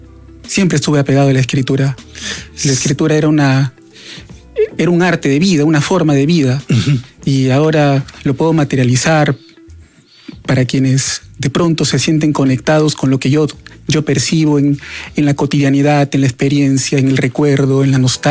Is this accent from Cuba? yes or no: no; Iquitos, Loreto, Peru; moved away as an adult; now in Lima, Peru; Yo soy de Iquitos, como bien usted sabe. Vine a Lima como migrante a buscar una vida nueva.